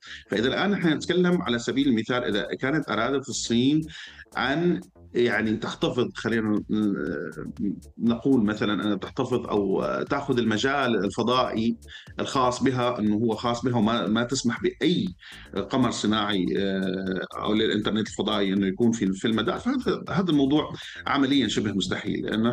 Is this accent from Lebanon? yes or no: no; Syria; ممكن في سوريا أو أنا كمواطن سوري فيني أعتبر